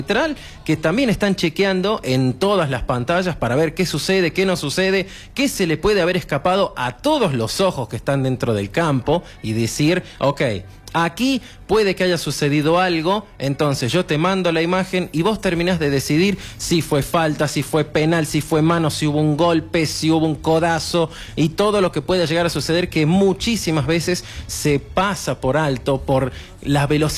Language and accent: Spanish; Chilecito, La Rioja, Argentina; Sí, como dicen, somos chilesiteños cuando convienen y somos riojanos cuando conviene de otra forma.